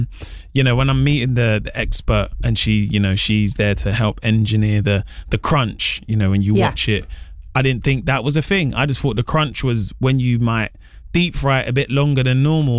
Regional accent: London, United Kingdom; I come from London. I grew up in a working class environment on an estate

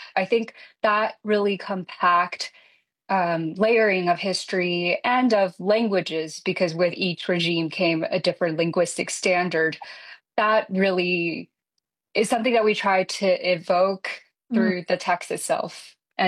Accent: Taiwan; now in New York, United States; Luckily for me, I grew up in Taiwan

